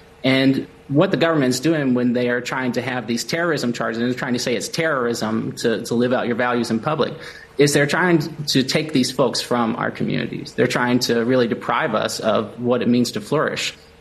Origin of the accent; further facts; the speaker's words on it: United States; as an American